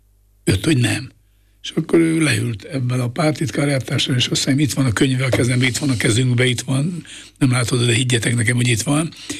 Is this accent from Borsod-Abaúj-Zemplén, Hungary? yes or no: yes; Miskolc, Borsod-Abaúj-Zemplén, Hungary; én focit imádó családban nőttem föl. Eleven állok Vasgyárban, Miskolcon, ott születtem